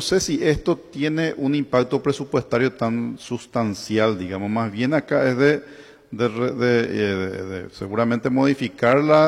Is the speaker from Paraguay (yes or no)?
yes; Paraguay; now in Asunción, Paraguay; mi pueblo allá en Buyapeí